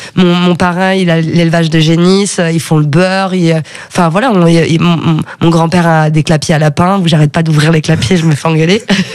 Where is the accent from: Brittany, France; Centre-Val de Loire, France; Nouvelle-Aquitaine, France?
Centre-Val de Loire, France; Chambrey-les-Tours; also born or lived in Aquitaine; Je suis née à Chambrey-les-Tours et on avait une maison à Maitré. Et que mon père avait construite avec ses mains. Et j'ai habité là jusqu'à mes 9 ans. Et ensuite, j'ai déménagé en région Aquitaine.